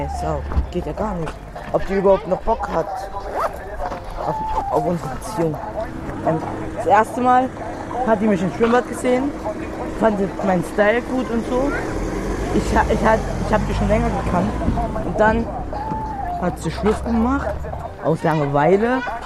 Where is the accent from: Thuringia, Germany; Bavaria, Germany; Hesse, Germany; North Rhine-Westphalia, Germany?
Thuringia, Germany; Ilmenau; Aus Ilmenau.